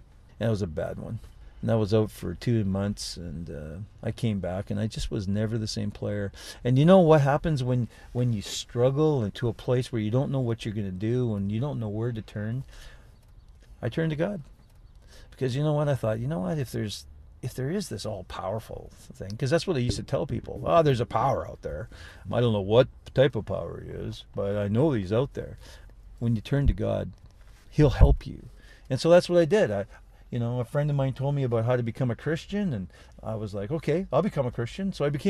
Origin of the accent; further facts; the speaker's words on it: Kelowna, British Columbia, Canada; Well, I grew up in Kelowna, BC, the land of peaches and beaches. What a great place to grow up.